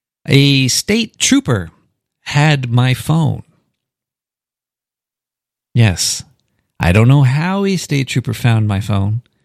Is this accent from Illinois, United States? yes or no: no; Brooklyn, New York, United States; I'm from Brooklyn. I'm a bumbling Brooklyn retard. I can't get back there.